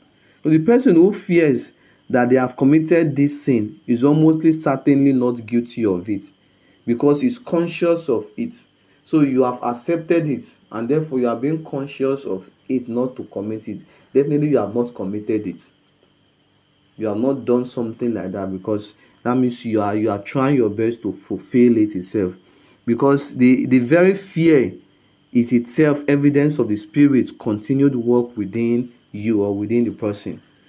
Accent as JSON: {"language": "English", "town": "Okada", "region": "Edo", "country": "Nigeria"}